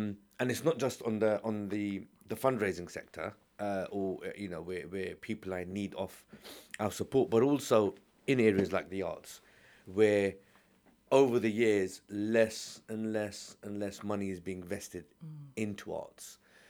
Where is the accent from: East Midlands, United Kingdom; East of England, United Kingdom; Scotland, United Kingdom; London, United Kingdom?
East of England, United Kingdom; Luton; I've been born and bred in Luton, been here all my life.